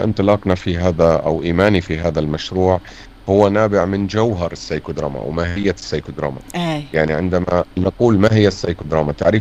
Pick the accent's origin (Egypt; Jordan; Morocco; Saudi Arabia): Jordan; أنا أردني.